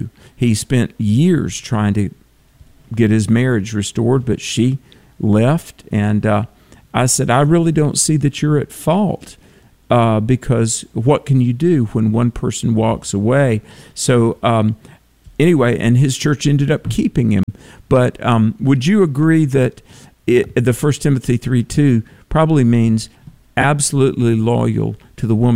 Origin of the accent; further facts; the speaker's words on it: Bible Belt, United States; growing up in the Bible Belt, I always heard preachers say